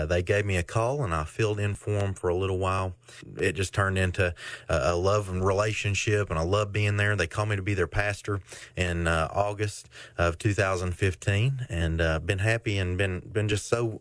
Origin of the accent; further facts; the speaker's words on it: McPheeters Bend, United States; I grew up right there in the McPheeters Bend community.